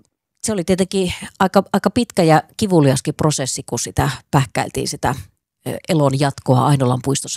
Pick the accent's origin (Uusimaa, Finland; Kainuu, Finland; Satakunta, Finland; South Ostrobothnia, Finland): Kainuu, Finland; now in Oulu, Finland; Mä oon Kainuusta kotoisin ja Kainuussahan on hyvässä ja pahassa kauhean selkeä tämmöinen maakuntaidentiteetti.